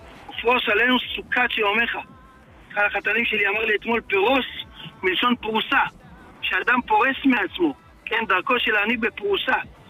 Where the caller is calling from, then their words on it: Elad, Central District, Israel; אנחנו מאלעד.